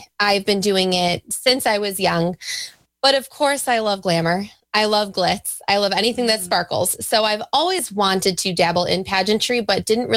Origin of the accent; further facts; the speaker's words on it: Syracuse, New York, United States; I was born and raised here in Syracuse, New York.